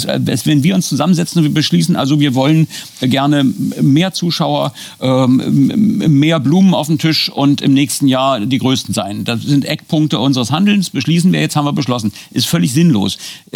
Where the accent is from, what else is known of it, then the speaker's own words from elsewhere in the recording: East Germany, Germany; born there; komme ich als gebürtiger Ossi